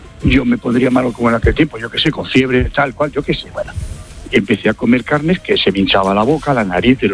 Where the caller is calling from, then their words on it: Salamanca, Castile and León, Spain; Yo soy de Salamanca